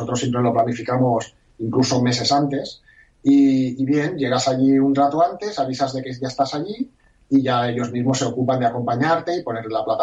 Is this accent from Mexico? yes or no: no; Barcelona, Catalonia, Spain; la gente como yo, que somos de Barcelona